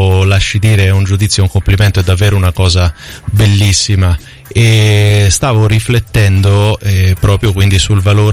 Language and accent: Italian; Marche, Italy; diciamocelo, sono anch'io marchigiano come lei, quel saper fare marchigiano